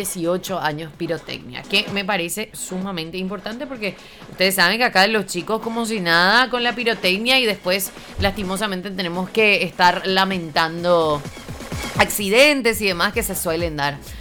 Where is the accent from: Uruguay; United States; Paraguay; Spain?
Paraguay; nos representa también a nosotros como paraguayos